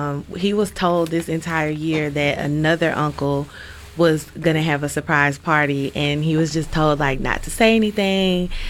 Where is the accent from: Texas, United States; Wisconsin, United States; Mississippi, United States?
Mississippi, United States; Hattiesburg; I'm born and raised in Hattiesburg